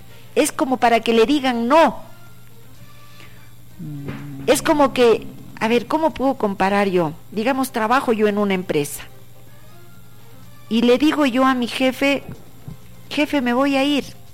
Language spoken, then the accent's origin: Spanish; Bolivia